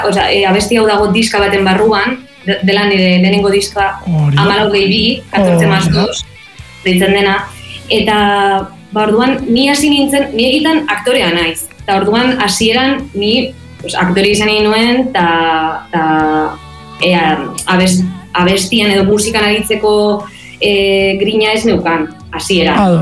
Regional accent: Vitoria-Gasteiz, Basque Country, Spain; moved away as an adult; now in Barcelona, Spain; Bai, Gasteiztarra naiz, baina duela mala urte etorri nintzen Bartzelonara ikastera, eta momentu zemendik nabil, baina bueno, nik beti esaten dut Gasteiztarra naizela eta euskalduna naizela

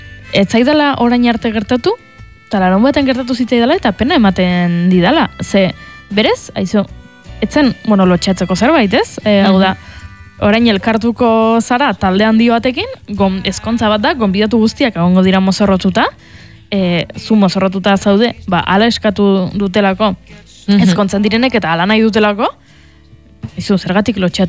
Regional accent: Tolosa, Basque Country, Spain; Eta ni Tolosarra naiz, mozorrotzea gustatzen zait

